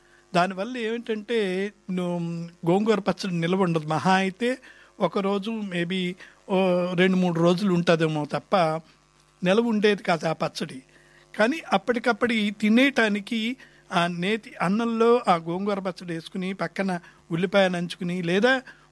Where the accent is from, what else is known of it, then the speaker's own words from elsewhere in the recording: Andhra Pradesh, India; మాది పాకు మాది పశ్చిమ గోదావరి జిల్లా వాణి వాళ్ళది